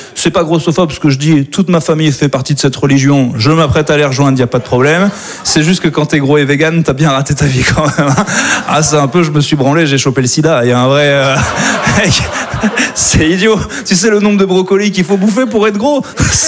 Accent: Auvergne-Rhône-Alpes, France; C'est vrai que moi, je viens d'Auvergne à la base. Donc, pour moi, le saucisson est un légume.

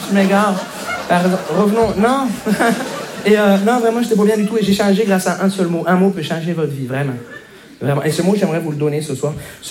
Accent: Montreal, Quebec, Canada; je viens de Montréal.

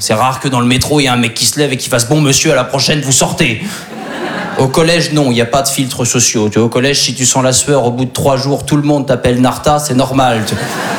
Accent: Normandy, France; Alors moi je suis originaire de Basse-Normandie.

